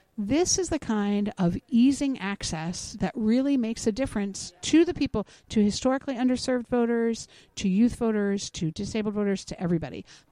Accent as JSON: {"language": "English", "region": "Oregon", "country": "United States", "said": "So I'm from Oregon, where we have been voting at home since 2000."}